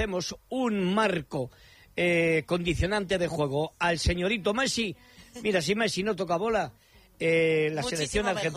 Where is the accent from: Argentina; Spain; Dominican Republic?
Spain; mi país es mi país. Me siento español 100%